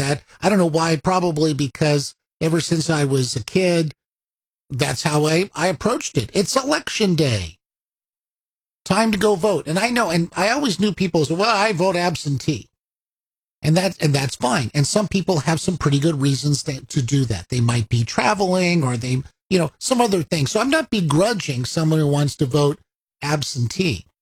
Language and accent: English; United States; when I grew up in America